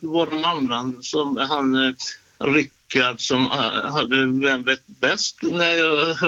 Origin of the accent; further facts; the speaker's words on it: Gothenburg, Västra Götaland County, Sweden; born there; Jag är född i Ungryte